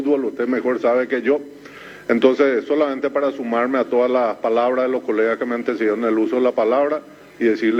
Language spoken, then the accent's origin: Spanish; Paraguay; nos sentimos muy honrados como paraguayos